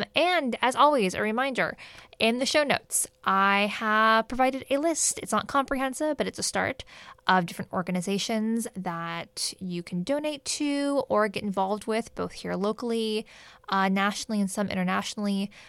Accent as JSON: {"language": "English", "region": "Washington", "country": "United States", "tie": "born or raised there", "moved": "yes", "lives_now": "New Orleans, United States", "said": "partially in my hometown of Paulsboro, Washington."}